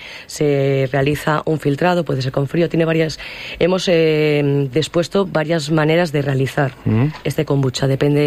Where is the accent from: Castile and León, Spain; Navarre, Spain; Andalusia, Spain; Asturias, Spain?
Castile and León, Spain; El Bierzo; yo soy berciana